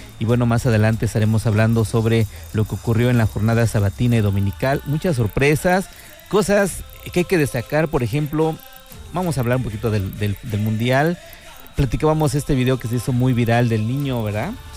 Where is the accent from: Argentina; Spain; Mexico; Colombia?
Mexico